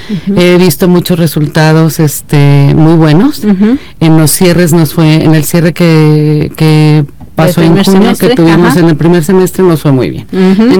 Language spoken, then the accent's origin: Spanish; Querétaro, Mexico; Yo soy queretana de corazón, mi papá fotógrafo de muchos años